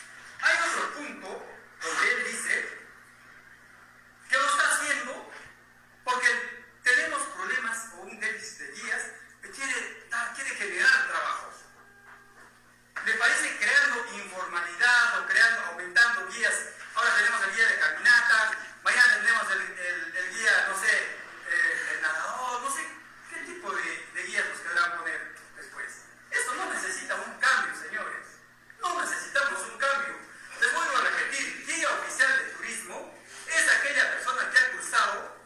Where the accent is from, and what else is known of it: Cusco, Peru